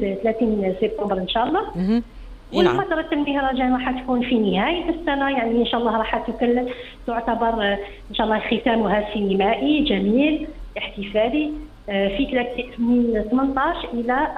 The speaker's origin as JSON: {"language": "Arabic", "country": "Algeria", "said": "أنا الآن من الجزائر، نتكلم مع إخوتي التونسيين على الإذاعة الوطنية."}